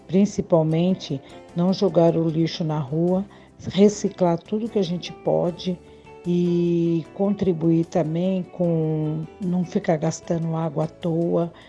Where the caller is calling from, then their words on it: São Paulo, Brazil; falo de São Paulo, capital, na Zona Norte, moro no bairro de Vila Medeiros.